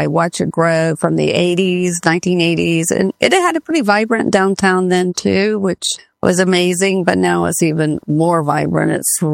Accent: Palm Harbor, Florida, United States; also born or lived in Jacksonville, Florida / California / Cayman Islands; now in Tampa, United States; So I was raised in Palm Harbor.

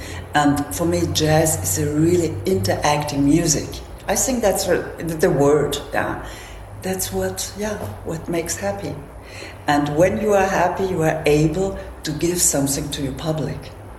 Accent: Vienna, Austria; So I grew up in the classical world in Vienna. That was also from the background of my parents.

